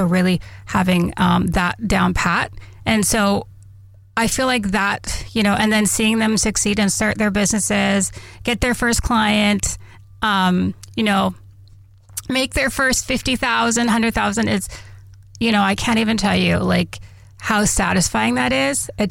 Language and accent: English; Driftpile, Alberta, Canada; So my mom is from Driftpile in Treaty 8 territory. So I grew up kind of in the Driftpile, Swan River area, First Nation.